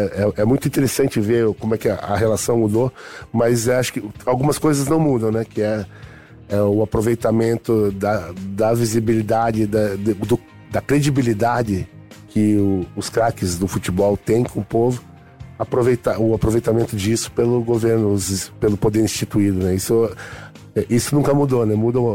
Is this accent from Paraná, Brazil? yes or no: yes; Paraná, Brazil; accent: paranaense; Eu acho que é legal da exposição que tem um sotaque, é uma coisa, um recorte muito paranaense. Tem um sotaque muito nosso, assim, a gente se reconhece muito ali nos usos, costumes, no jeito de fazer.